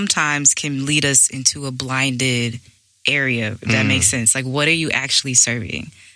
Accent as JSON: {"language": "English", "region": "Texas", "country": "United States", "said": "I'm from Texas, but I'm a little bit Caribbean."}